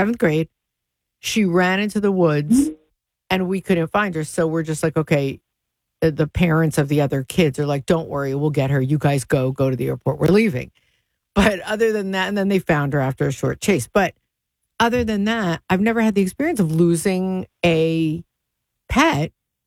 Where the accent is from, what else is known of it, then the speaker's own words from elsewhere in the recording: Bay Area, California, United States; born there; That's in the Bay Area. It's like my hometown.